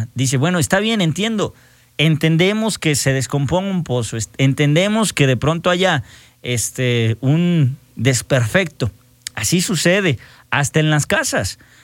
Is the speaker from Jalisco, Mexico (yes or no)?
yes; Ojuelos de Jalisco, Jalisco, Mexico; now in Aguascalientes, Mexico; gracias por querer a mi tierra también. Vivo Ojuelos, Jalisco, cómo no. Y gracias a toda la gente que me escribe, que sabe que soy de allá